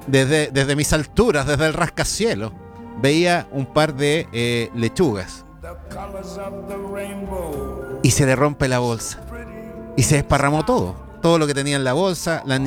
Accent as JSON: {"language": "Spanish", "country": "Chile", "said": "como chilenos podemos tener un montón de dificultades"}